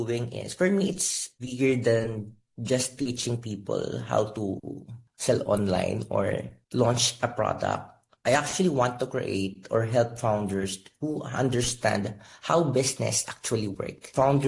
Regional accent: Philippines

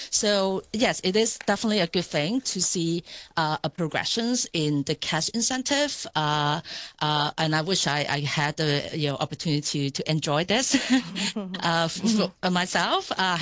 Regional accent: Hong Kong; We all know, growing up in Hong Kong, you would know the commercial reminding you it takes $4 million to raise a kid, right?

